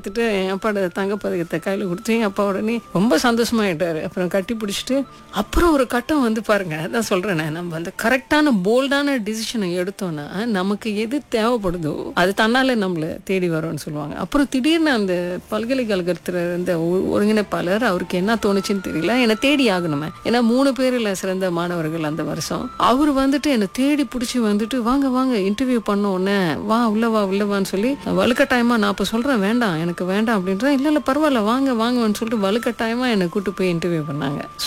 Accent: Kuala Lumpur, Malaysia; நான் பிறந்து வளர்ந்ததெல்லாம் செந்தூரில் தான். இப்போ செந்தூர்னாலே எல்லாரும் சொல்லிடுவாங்க, யூனிவர்சிட்டி போகும்போது ஐயோ செந்தூலா அதெல்லாம் பயங்கரமான இடமாச்சே அப்படின்னுலாம் நிறையா பேர் சொல்லியிருக்காங்க.

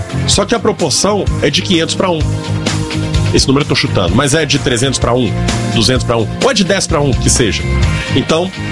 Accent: Brazil; eu sou brasileiro

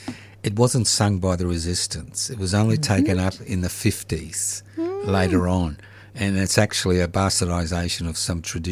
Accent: Australia; born there; first language Italian; English is a second language; I was born here

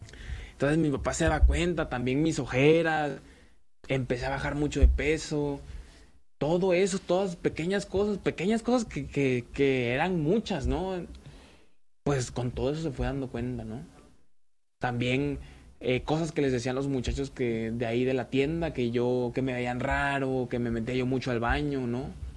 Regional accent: San Andrés Tuxtla, Veracruz, Mexico; moved away; Yo no soy del puerto de Veracruz, yo soy de una ciudad que se llama San Andrés, cerca de Catemaco.

